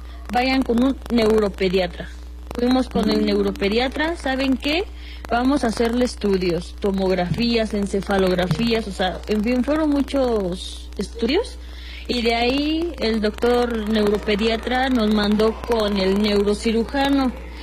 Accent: Puebla, Mexico

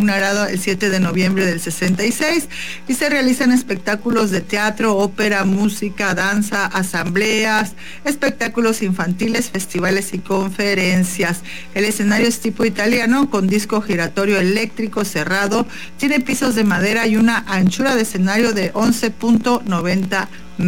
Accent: Tabasco, Mexico; de Tabasco, porque es mi tierra querida

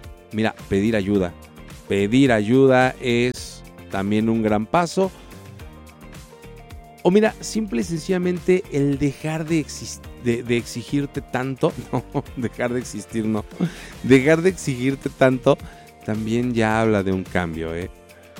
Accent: Mexico; como mexicanos nunca vamos a dejar de comer tacos.

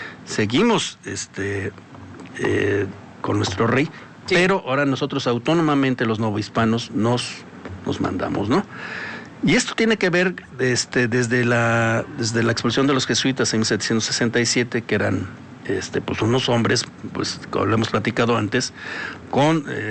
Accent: Mexico; Pero creo que vivo acá, ¿no? Y tengo una tarea, ¿no? Como mexicano, ¿no?

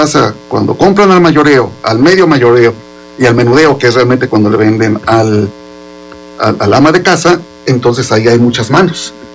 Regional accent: Mexico; Es la base de nuestra dieta como mexicanos.

